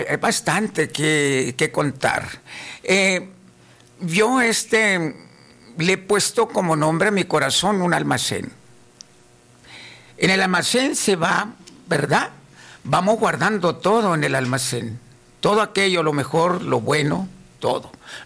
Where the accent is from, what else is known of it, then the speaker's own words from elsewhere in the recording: Cananea, Sonora, Mexico; also born or lived in Aribechi, Sonora; Cananea me conoce, ¿verdad? Entonces emigramos de Aribechi, que es donde yo nací, a la edad de 2 años y medio, mi mamá, pues perdimos a nuestro padre allá y todo eso, se emigra aquí a Cananea, viene con mi abuela, aquí en Cananea Vieja, se viene con mi abuela y venimos nosotros chicuelos y todo eso.